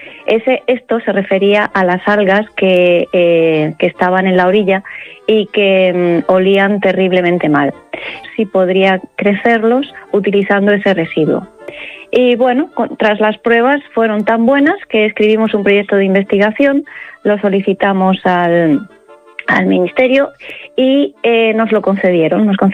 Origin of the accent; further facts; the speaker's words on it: Murcia, Region of Murcia, Spain; now in Madrid, Spain; nací en Murcia, crecí toda mi infancia pasando los veranos en los Urrutias, en las orillas del Mar Menor